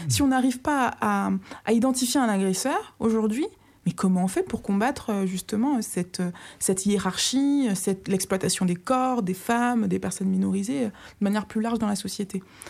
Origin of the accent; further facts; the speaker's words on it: Republic of the Congo; d'où je viens, du Congo-Brazzaville, pour être plus précise